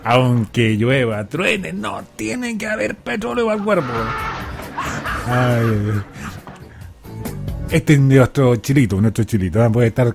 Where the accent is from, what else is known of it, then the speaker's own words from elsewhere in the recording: Chile; Así somos los chilenos